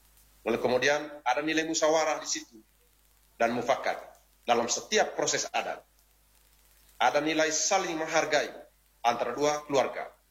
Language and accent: Indonesian; East Nusa Tenggara, Indonesia